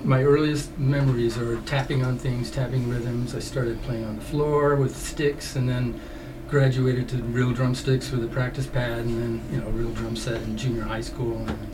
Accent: Anchorage, Alaska, United States; I'm from a lot of places, but I came from Alaska, Anchorage, Alaska.

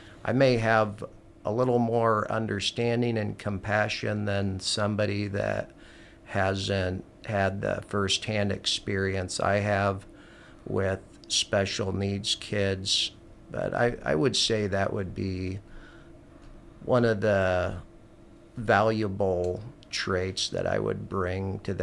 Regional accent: Springfield, Oregon, United States; moved away as an adult; now in mid-Missouri, United States; I haven't spent my whole life here. I was born in Springfield, Oregon

